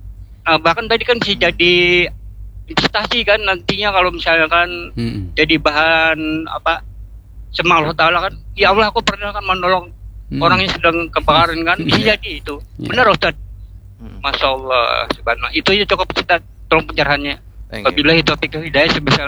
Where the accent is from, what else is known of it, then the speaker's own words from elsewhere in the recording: Banjarmasin, South Kalimantan, Indonesia; warga kita Banjar Masin